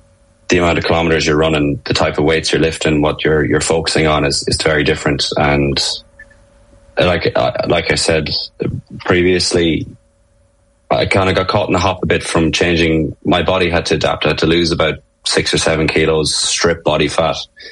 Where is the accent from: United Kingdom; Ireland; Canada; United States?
Ireland; this is where I'm going to excel as an Irish guy. Irish guys will go over and the kicking's always a bit of a slagging